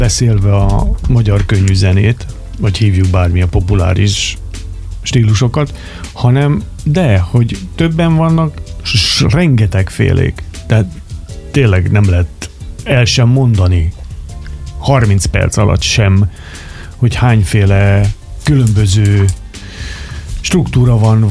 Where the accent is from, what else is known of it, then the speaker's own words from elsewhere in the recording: Hungary; magyarok vagyunk 10 minuszan, 10 millió minusz, és van egy nyelvünk, amit gyakorlatilag más nem beszél, csak mi.